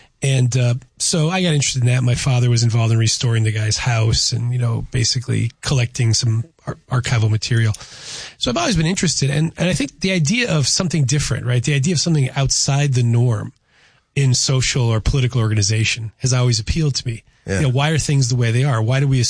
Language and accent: English; Chicopee, Massachusetts, United States; in my hometown in Chicopee, there's a very famous author, Edward Bellamy.